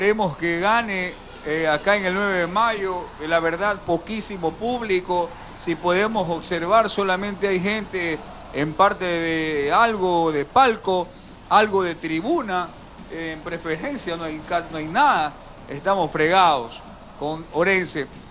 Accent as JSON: {"language": "Spanish", "country": "Ecuador", "said": "somos ecuatorianos"}